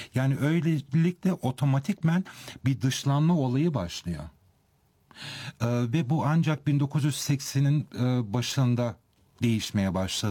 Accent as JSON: {"language": "Turkish", "country": "Germany", "tie": "born or raised there", "said": "Yani okula Almanya'da başladım. Zaten Almanya doğumluyum. Ve iki dünyayı da yan yana aslında taşıyabildim."}